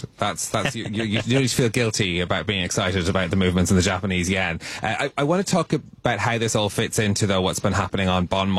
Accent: Ireland; I'm Irish, so I feel guilty about everything

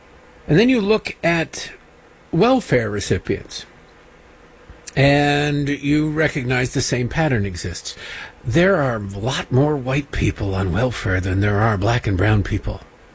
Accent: Detroit, Michigan, United States; I was hearing this growing up in Detroit.

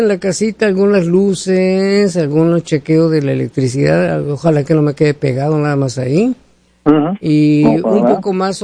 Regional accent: northern Mexico, Mexico; moved away; Yo como buen mexicano

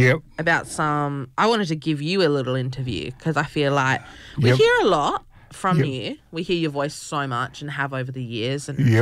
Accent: Adelaide, South Australia, Australia; me with being in Adelaide, you know, and forever, like, I grew up here. Yeah. Born and bred

